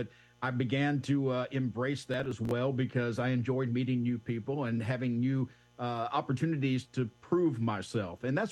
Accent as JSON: {"language": "English", "town": "Savannah", "region": "Georgia", "country": "United States", "tie": "born or raised there", "said": "I grew up in Savannah, Georgia."}